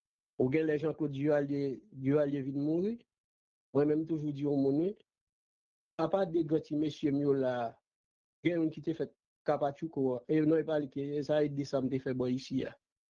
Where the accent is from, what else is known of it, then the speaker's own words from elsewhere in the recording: Haiti; now in United States; je suis citoyen américain, la nationalité, je suis haïtien.